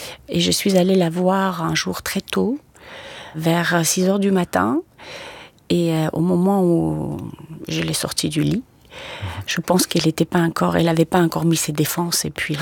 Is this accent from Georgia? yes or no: yes; Georgia